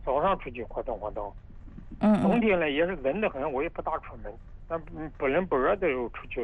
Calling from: Hefei, Anhui, China; 我本市的。

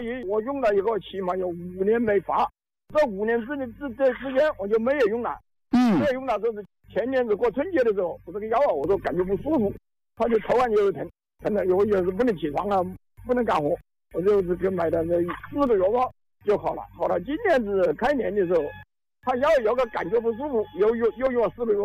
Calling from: Tianmen, Hubei, China; 我是天门的，天门是坡墙镇，

